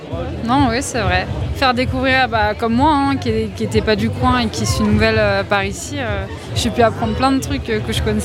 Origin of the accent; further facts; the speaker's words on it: Aurel, Auvergne-Rhône-Alpes, France; Je suis originaire d'Aurel, mais... Voilà, maintenant je suis ici.